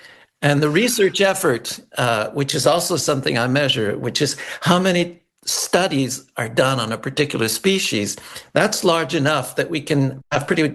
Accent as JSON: {"language": "English", "town": "Montreal", "region": "Quebec", "country": "Canada", "tie": "born or raised there", "said": "Yes, I grew up in Montreal."}